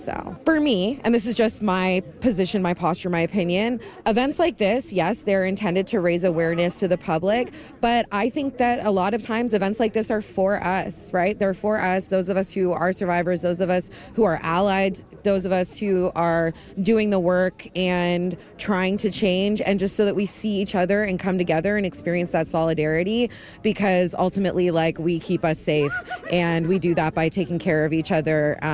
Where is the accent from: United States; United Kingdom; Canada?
Canada; Toronto, Ontario; I'm from Toronto, Treaty 13 territory